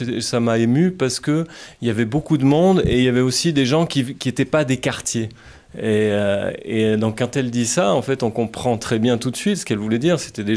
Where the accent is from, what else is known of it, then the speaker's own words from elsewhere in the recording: France; je venais du quartier de la Pradelle.